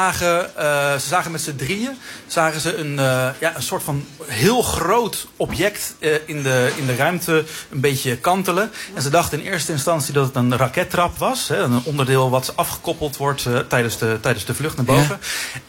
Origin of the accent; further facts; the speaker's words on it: North Brabant, Netherlands; born there; now in Gouda, Netherlands; Ik ben geboren in Brabant